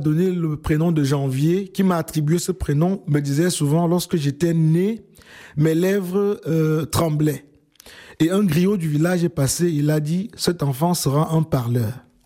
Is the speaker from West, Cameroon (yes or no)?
yes; West, Cameroon; now in Belgium; je viens de l'Afrique, principalement du Cameroun à l'ouest, oui, au pays Bamileke, comme on nous appelle souvent.